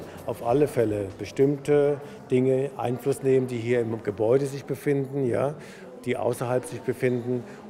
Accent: Mannheim, Baden-Württemberg, Germany; Ich bin ja ein echter Mannheimer Bu. Ja, ich bin von Uff der Rheinau, das ist der nächste Vorort hier von Neckarau.

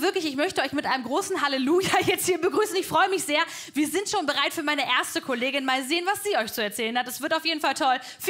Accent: Cologne, North Rhine-Westphalia, Germany; born there; ich bin aus Köln.

